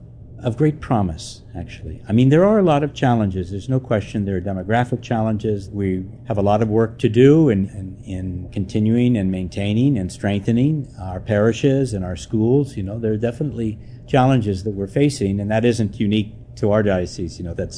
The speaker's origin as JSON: {"language": "English", "town": "Sacramento", "region": "California", "country": "United States", "tie": "born or raised there", "said": "I grew up in Sacramento, and … had all kinds of. We had family members also living in Sacramento, where I grew up."}